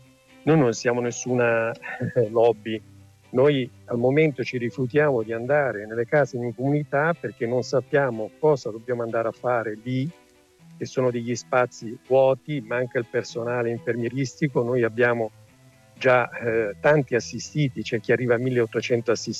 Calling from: Varese, Lombardy, Italy; sono da Varese, sono medico di medicina generale

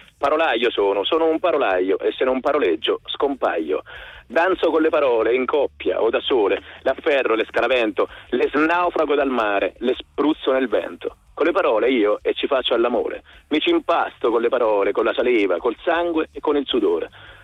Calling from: Fermo, Marche, Italy; Chiamo da Fermo, nelle Marche.

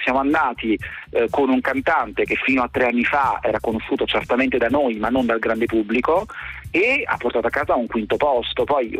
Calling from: Campania, Italy; io per esempio sono campano come Nunzia

